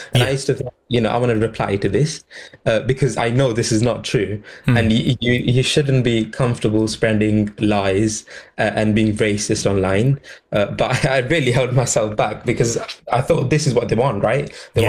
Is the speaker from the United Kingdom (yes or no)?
yes; United Kingdom; And I love being British, eating egg and fries, and the food is amazing.